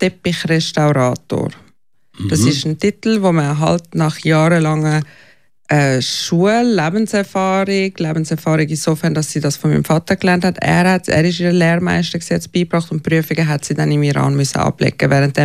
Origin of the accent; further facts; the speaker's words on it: Switzerland; als Schweizer